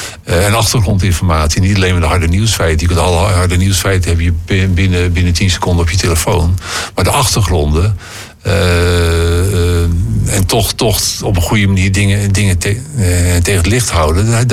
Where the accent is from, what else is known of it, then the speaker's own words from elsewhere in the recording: South Holland, Netherlands; Ik ben niet van Amsterdam. Ik kom natuurlijk uit Rotterdam omgeving. Dus ik ben wel heel erg Rotterdam fan.